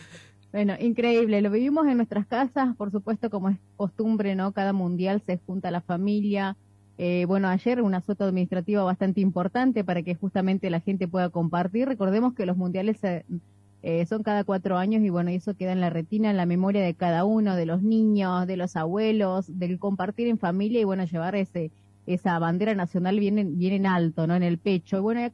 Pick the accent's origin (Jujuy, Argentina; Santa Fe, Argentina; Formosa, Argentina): Formosa, Argentina; Las Lomitas; somos formoseños, somos de las Lomitas, nos gusta el calor